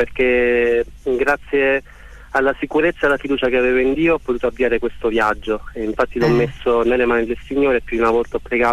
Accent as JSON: {"language": "Italian", "region": "Apulia", "country": "Italy", "tie": "born or raised there", "lives_now": "San Nicandro Garganico, Italy", "said": "Sono originario della Puglia e vivo a San Nicandro Garganico in provincia di Foggia."}